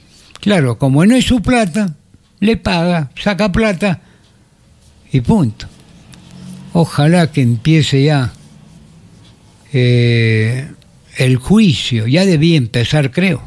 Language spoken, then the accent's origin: Spanish; Arequipa, Peru; estamos como arequipeños, ¿no?